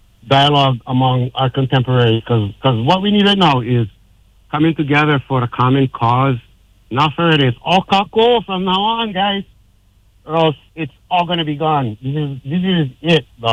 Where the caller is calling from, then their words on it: Hawaii, United States